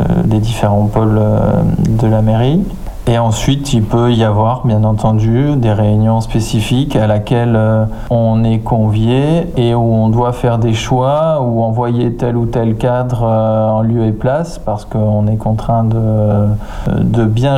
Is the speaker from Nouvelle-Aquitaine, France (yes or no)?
yes; Nouvelle-Aquitaine, France; je suis originaire de Dordogne et donc j'ai beaucoup de famille sur l'agglomération périgourdine et en Dordogne